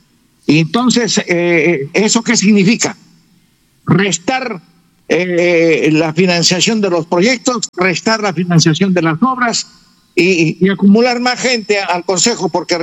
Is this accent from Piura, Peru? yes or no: no; Amazonas, Peru; nosotros somos Amazonas